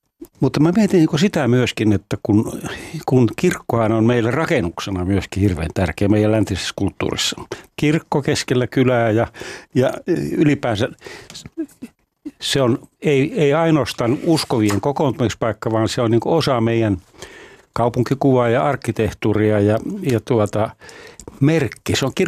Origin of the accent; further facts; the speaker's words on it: Lapland, Finland; Että kun ennen tehtiin, esimerkiksi Kemijokivarteen, mistä mä kotoisin, niin tehtiin kappeleita